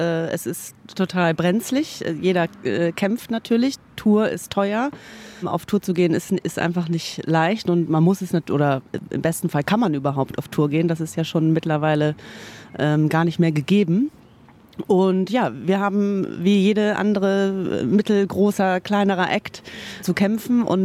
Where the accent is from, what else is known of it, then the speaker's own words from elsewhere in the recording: Germany; also born or lived in United States; ich bin ja in den USA geboren, aber in Deutschland aufgewachsen, aber hab ja viel Familie dort gehabt und bin immer wieder dort auch hingefahren.